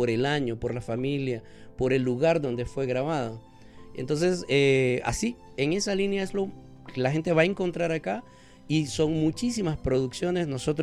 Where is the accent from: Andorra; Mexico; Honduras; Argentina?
Honduras; Entonces, al menos el cine que nos mira más a profundidad, sí, para como hondureños, porque en realidad también previo a eso habían grabaciones sobre Honduras